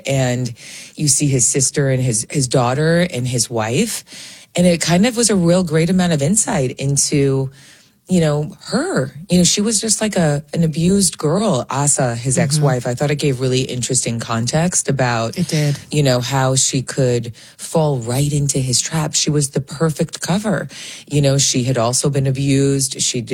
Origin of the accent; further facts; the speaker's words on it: New York, United States; Courtney and I are New Yorkers. I grew up on Long Island.